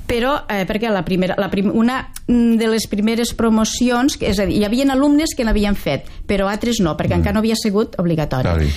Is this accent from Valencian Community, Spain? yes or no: yes; Vinaròs, Valencian Community, Spain; No, però abans d'això explicaré on vaig néixer. Jo vaig néixer a Vinaròs.